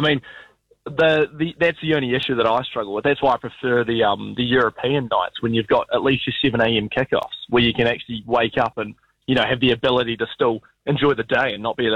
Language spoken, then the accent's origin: English; Manchester, North West England, United Kingdom; born there; Yeah, I was born in Manchester.